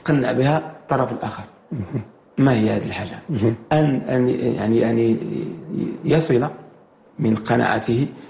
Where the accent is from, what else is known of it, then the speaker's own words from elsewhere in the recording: Morocco; عندنا في المغرب مثلا في هذه المملكه المباركه